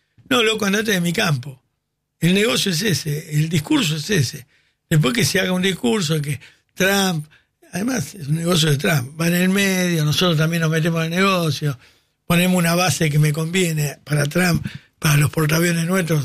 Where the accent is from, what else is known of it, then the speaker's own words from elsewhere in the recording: Argentina; sería una falta de respeto que alguien me diga, como el gobierno, que estoy, soy un mal argentino.